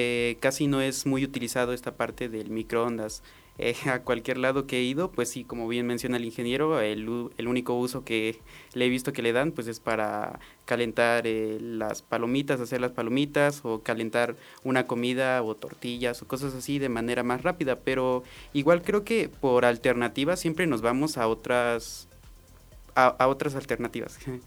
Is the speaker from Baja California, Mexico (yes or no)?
no; Tlaxiaco, Oaxaca, Mexico; como oaxaqueños o ya como tlaxiaqueños